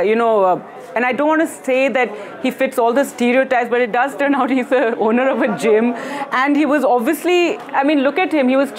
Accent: Uttarakhand, India; We're from Uttarakhand.

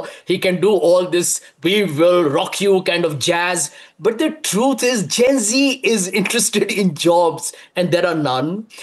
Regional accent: Bihar, India; I come from Bihar, Bihar, Shiv.

